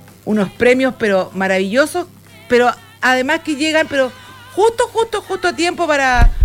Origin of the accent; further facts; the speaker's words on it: Chile; somos chilenos